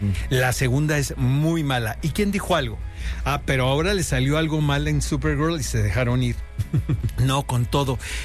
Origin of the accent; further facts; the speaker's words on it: Argentina; Somos argentinos.